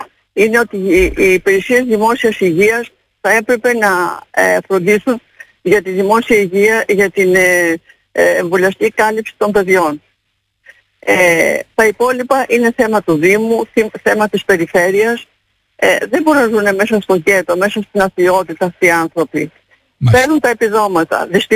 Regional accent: Patras, Western Greece, Greece; Είμαι από την Πάτρα

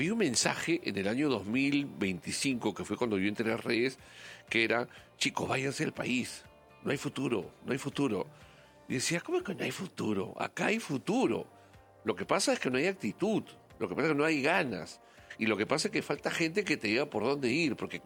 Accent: Peru; Nosotros a veces como peruanos

